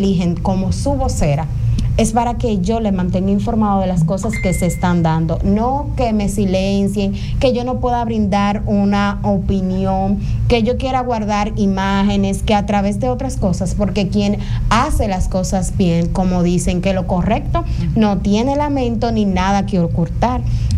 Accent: Dominican Republic; now in Santo Domingo, Dominican Republic; como dominicanos y dominicanas

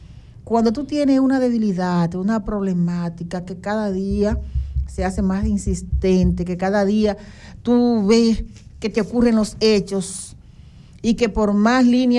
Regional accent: Dominican Republic; Pero somos dominicanos y tenemos sangre en las venas y somos mujeres.

